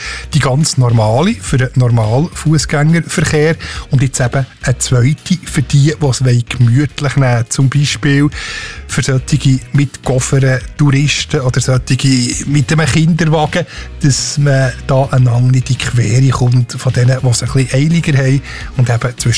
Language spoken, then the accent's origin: German; Bern, Switzerland; Wir als Berner sind dort, glaube ich, ein bisschen überfordert, werden immer angestoßen.